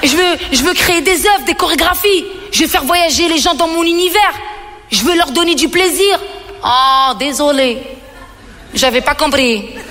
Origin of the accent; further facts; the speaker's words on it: Belgium; now in Paris, France; Ben, moi, j'habite depuis 10 ans à Paris, mais je viens de Belgique, hein. Je viens de Belgique, mais je suis d'origine algérienne